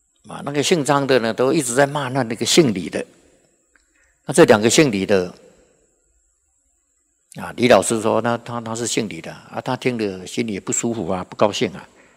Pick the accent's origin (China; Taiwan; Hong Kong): Taiwan; accent: Taiwanese; now in Dallas, United States; 那听到我讲话的口音呐、啊、是台湾话啊